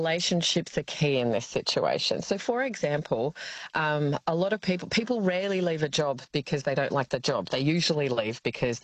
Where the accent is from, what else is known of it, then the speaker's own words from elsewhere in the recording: Australia; we're Australian. We don't like to big ourselves up, right?